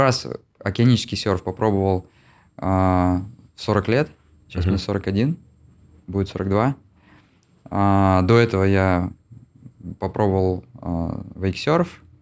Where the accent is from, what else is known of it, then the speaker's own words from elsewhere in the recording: Syktyvkar, Komi Republic, Russia; Я вырос в Сыктывкаре.